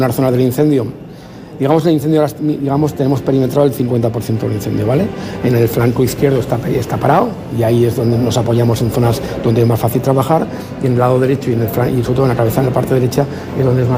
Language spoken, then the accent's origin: Spanish; Huesca, Aragon, Spain; los que somos de Huesca conocemos la zona, son zonas muy escarpadas, con muchas barranqueras